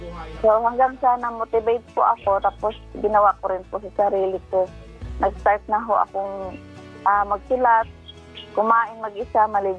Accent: Zamboanga Peninsula, Philippines; Sa CI, Sambuanga, Sibugay, Province.

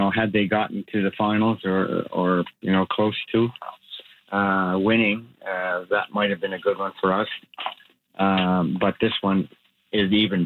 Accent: Quebec City, Quebec, Canada; I've always been a Montreal Canadiens fan. I grew up in Quebec City.

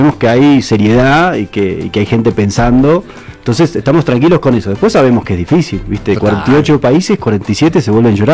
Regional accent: Argentina

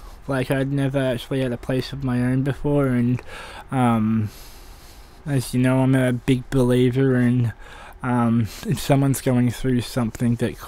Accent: Queensland, Australia; also born or lived in Christchurch, New Zealand; now in Collingwood, Australia; I'm from New Zealand, Christchurch, but grew up on 40,000 acre property and then a 30 acre property in Queensland, and now I live in Collingwood.

